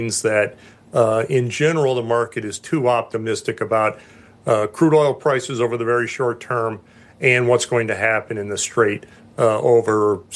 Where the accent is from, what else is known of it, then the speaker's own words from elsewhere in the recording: Kansas, United States; now in Chicago, United States; I was born and raised in Kansas.